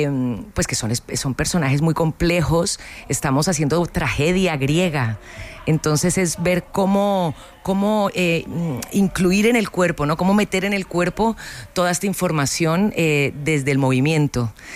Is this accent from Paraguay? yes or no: no; Colombia; ella es canaria, yo soy colombiana